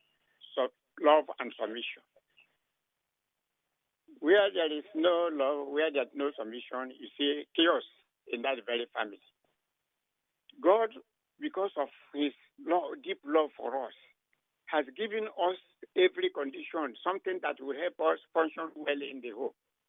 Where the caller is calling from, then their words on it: Igrita, Rivers, Nigeria; I'm calling from Igrita.